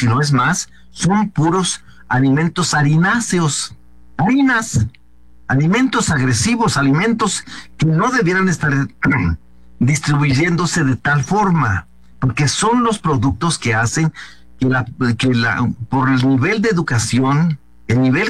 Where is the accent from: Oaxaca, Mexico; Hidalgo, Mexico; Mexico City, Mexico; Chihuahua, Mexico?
Oaxaca, Mexico; born there; Yo soy del estado de Oaxaca y le estaba diciendo que nacimos allá en una parte muy, muy apartada de todo.